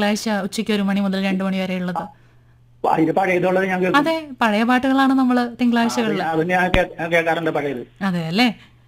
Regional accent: Ottapalam, Kerala, India; എന്റെ വീട് ഒറ്റപ്പാലമാണ് കേട്ടോ.

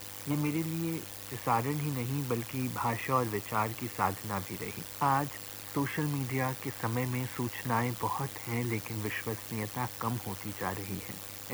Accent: Gorakhpur, Uttar Pradesh, India; मेरा बचपन गोरखपुर में बीता, शुरुआती शिक्षा भी वहीं हुई।

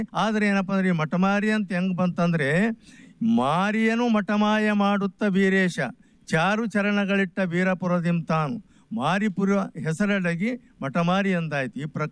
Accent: Motamari, Karnataka, India

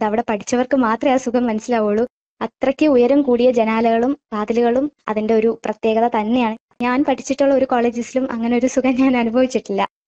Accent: Varkala, Kerala, India; ഞാൻ വർക്കല സ്വദേശിനിയാണ്.

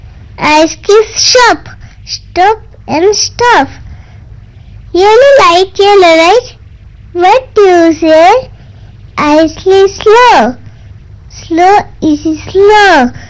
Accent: Katkal, Maharashtra, India; कटकल, माझं गाव आहे

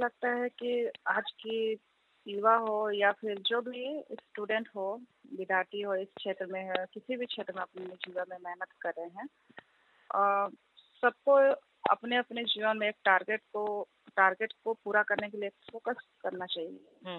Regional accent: Jharkhand, India; मैं विशेष रूप से कुमारडोंगी ब्लॉक पड़ता है मेरा, और मैं गांव पड़ता है मेरा दोहड़ी गांव से बिलोंग करती हूँ।

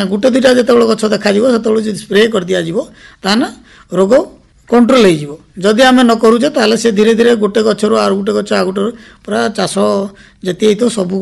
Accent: Chhendkapur, Odisha, India; ମୁଁ ଛେଣ୍ଡକାପୁରୁ ଆସିଛି।

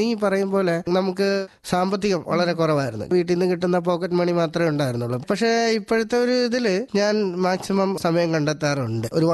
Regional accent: Thiruvananthapuram, Kerala, India; എന്റെ സ്വദേശം തിരുവനന്തപുരം ആയതുകൊണ്ട്

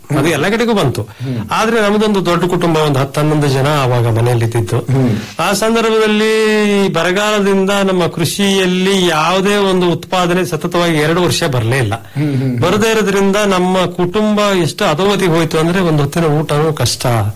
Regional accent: Koragi, Karnataka, India; ನನ್ನ ಊರು ಕೊರಗಿ ಅಂತ ಸರ್. ಶಿವಮೊಗ್ಗ ತಾಲೂಕು ಹುಣಸಿ ಹೋಬಳಿ ಕೊರಗಿ ಗ್ರಾಮ ಚೌರಡಿ ಪೋಸ್ಟ್.

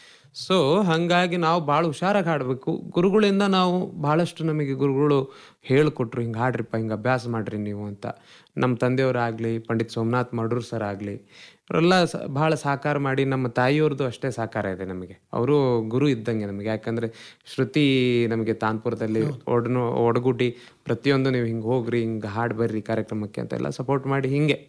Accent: Harlapur, Karnataka, India; ನಮ್ಮೂರಲ್ಲಿ ಹರ್ಲಾಪುರಲ್ಲಿ.

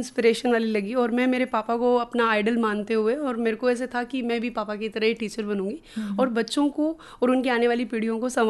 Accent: Rajasthan, India; first language Rajasthani; Hindi is a second language; हमारी मातृभाषा है और इसको बोलते हुए हमें बड़ा ही प्राउड फील होता है

